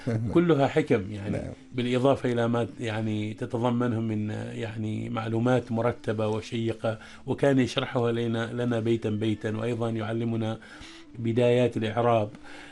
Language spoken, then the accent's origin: Arabic; Ibra, North Ash Sharqiyah, Oman; أذكر من أساتذتي في أيام الصغر وأنا في قريتي، قرية الصباخ في ولاية إبرة،